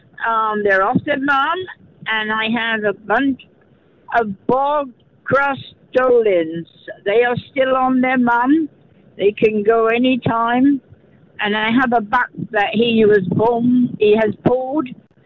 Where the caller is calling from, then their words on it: Vita, Manitoba, Canada; From Vita, Manitoba.